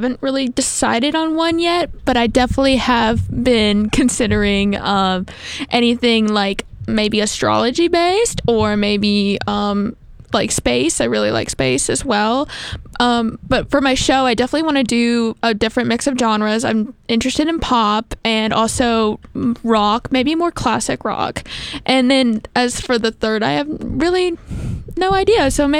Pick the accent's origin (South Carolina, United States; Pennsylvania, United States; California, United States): South Carolina, United States; Florence; moved away as an adult; I'm about an hour away. I'm from Florence, South Carolina.